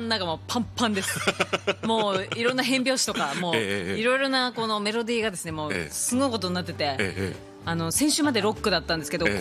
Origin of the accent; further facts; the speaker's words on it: Yurihonjo, Akita, Japan; 地元秋田県由利本荘市